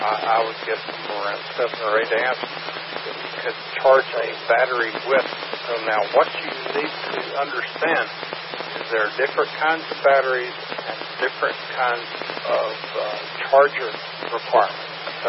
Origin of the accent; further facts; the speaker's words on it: Ireland; I am Irish.